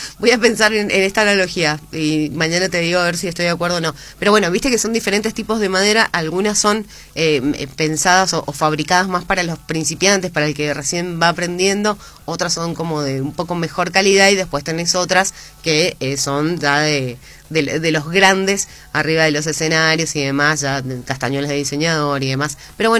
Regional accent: Maipú, Mendoza, Argentina; moved away as an adult; now in Godoy Cruz, Argentina; Yo nací en, o sea, viví 30 años en Maipú

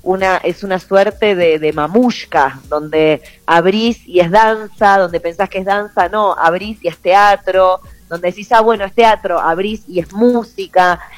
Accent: Buenos Aires, Argentina; somos mujeres de la Ciudad Autónoma de Buenos Aires

